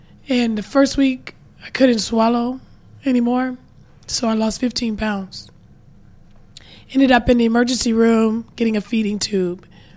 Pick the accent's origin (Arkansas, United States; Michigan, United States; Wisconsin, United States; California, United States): Arkansas, United States; Little Rock; So I grew up in Hollingwood Projects off 12th Street back in the 80s and 90s.